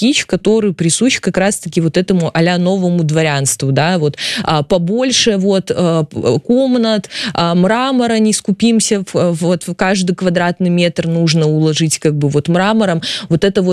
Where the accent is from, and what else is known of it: Belarus